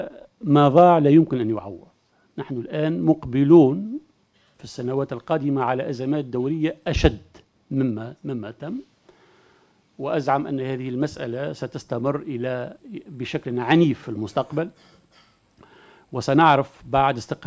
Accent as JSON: {"language": "Arabic", "country": "Tunisia", "said": "عندنا في تونس"}